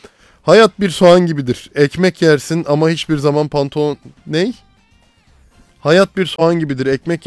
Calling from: Bursa, Turkey; ben Bursa'dan.

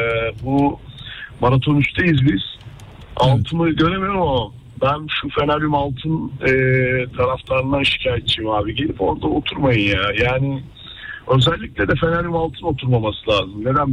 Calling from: Istanbul, Turkey; İstanbul'dan katılıyorum.

